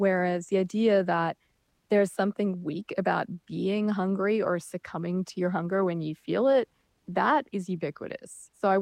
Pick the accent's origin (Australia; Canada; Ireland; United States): Australia; including my home country of Australia